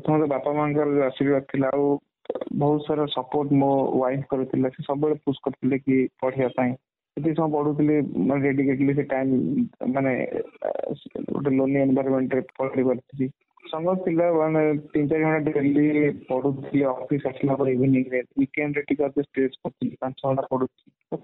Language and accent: Odia; Odisha, India; School ତ ମୋର ପୁରା ଆମ ଗାଁ ସ୍କୁଲ ଥିଲା, ଓଡ଼ିଆ ମିଡିୟମ। ତାପରେ ଆସିଥିଲି ମୁଁ ଫକୀରମୋହନ ବାଲେଶ୍ୱର କଲେଜ ବାଲେଶ୍ୱର, ସେଠି ମୋର +2 ଥିଲା।